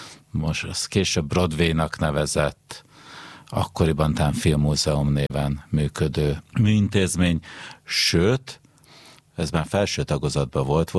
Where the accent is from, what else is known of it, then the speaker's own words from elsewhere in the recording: Budapest, Hungary; 1977. december 4-én születtem Budapesten.